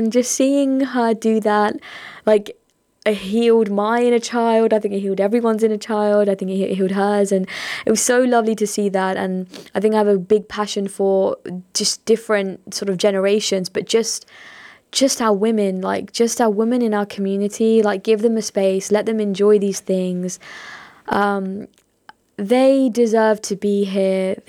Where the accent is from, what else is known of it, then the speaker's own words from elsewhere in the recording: Luton, East of England, United Kingdom; My heritage, I'm a British Bangladeshi. I was born and raised Luton. I'm a second generation immigrant, so my parents migrated from Bangladesh to here.